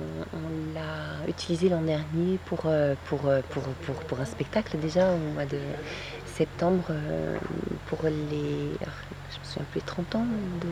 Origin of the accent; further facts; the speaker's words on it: Geneva, Switzerland; moved away as an adult; now in Paris, France; Ouais, je suis à Genève, j'ai grandi à Genève et j'ai rêvé d'aller vivre à Paris